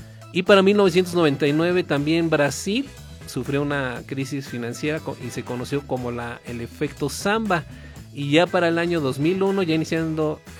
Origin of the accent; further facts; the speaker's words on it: Mexico; en nuestro caso como mexicanos, cada vez que volteamos a ver el valor de nuestra moneda frente al dólar